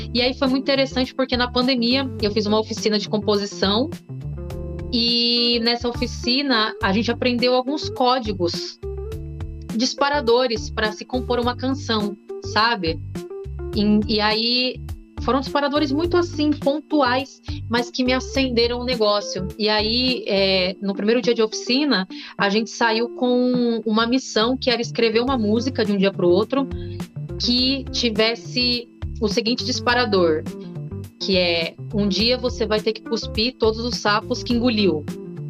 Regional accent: Jundiaí, São Paulo, Brazil; Sesc Jundiaí, que é a minha cidade natal

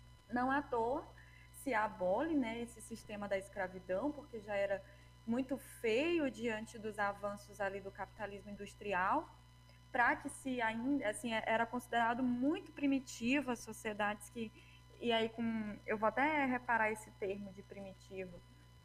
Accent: Maranhão, Brazil; now in Recife, Brazil; Eu sou maranhense, esqueci de nomear isso no começo, mas o meu território é o Maranhão.

